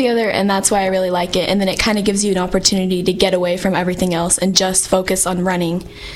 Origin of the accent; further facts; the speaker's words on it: Dalhart, Texas, United States; Yes, I grew up in Dalhart, and my dad grew up in Dalhart, and then my mom moved here for work and met.